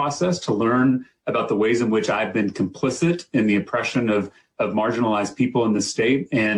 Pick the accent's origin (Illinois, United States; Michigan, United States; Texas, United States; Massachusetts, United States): Texas, United States; especially if you come from a place of privilege, which I have my entire life as a white boy growing up in Texas.